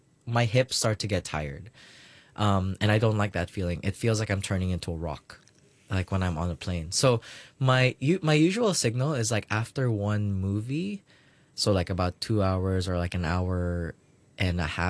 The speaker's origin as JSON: {"language": "English", "country": "Philippines", "moved": "yes", "lives_now": "Hong Kong", "said": "our stories in remembering what it is to be a Filipino in Hong Kong in this day and age."}